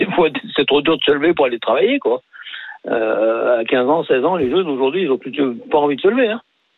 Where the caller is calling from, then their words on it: Ardoix, Auvergne-Rhône-Alpes, France; Je suis à Ardois, c'est le Nord-Ardèche.